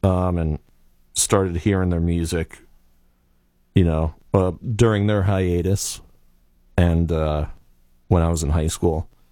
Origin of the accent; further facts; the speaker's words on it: Sparta, New Jersey, United States; I grew up in Sparta.